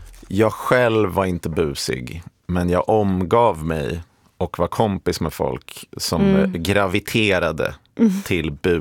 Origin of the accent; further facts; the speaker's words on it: Stockholm, Stockholm County, Sweden; det som fanns i Stockholm då, där jag är uppvuxen